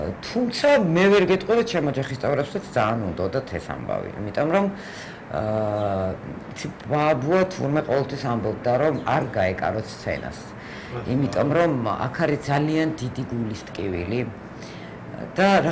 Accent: Tbilisi, Georgia; born or raised there

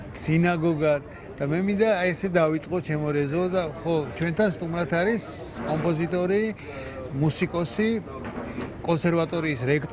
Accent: Tbilisi, Georgia; როგორც თბილისელები ვეძახით

